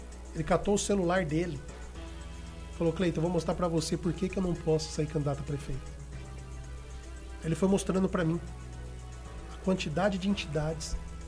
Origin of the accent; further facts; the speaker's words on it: Limeira, São Paulo, Brazil; nós somos de Limeira